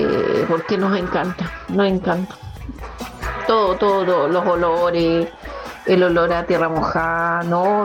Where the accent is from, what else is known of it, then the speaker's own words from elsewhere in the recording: Viña del Mar, Valparaíso, Chile; born there; yo soy Viña Marina, o sea, soy nacida acá en Viña